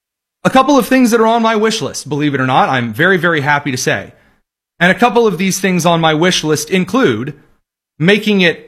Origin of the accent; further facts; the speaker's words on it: Indiana, United States; In my home state of Indiana, Attorney General Todd Rokita